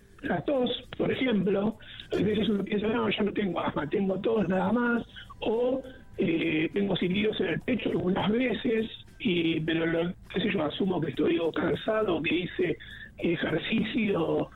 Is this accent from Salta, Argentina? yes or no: no; Buenos Aires, Argentina; Por más de que no somos de Córdoba, después él volvió a Buenos Aires, donde es mi familia